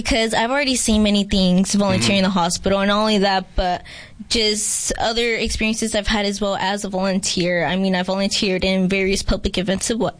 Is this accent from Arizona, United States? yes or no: yes; Somerton, Arizona, United States; also born or lived in Georgia; now in Yuma, United States; So I am from Somerton, born in Georgia, so raised in Somerton, but did almost everything here in Yuma.